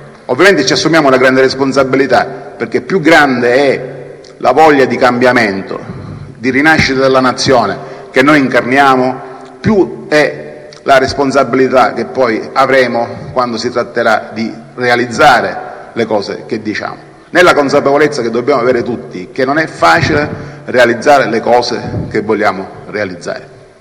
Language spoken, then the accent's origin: Italian; Catania, Sicily, Italy; io sono di Catania